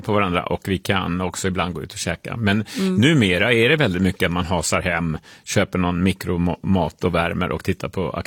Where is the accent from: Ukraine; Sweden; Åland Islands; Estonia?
Estonia; Som mina föräldrar hämtar hem från Estland varje sommar när de är där, för vi är från Estland.